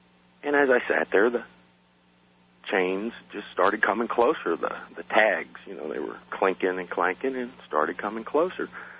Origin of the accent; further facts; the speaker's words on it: New York, United States; I'm not scared of much, especially growing up in New York, all kinds of surprises.